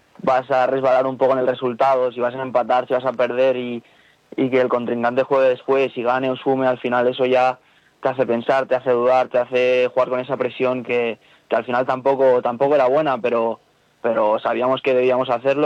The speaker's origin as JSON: {"language": "Spanish", "town": "El Vendrell", "region": "Catalonia", "country": "Spain", "moved": "as an adult", "lives_now": "Alcoy, Spain", "said": "Yo vengo de Cataluña, del Vendrell."}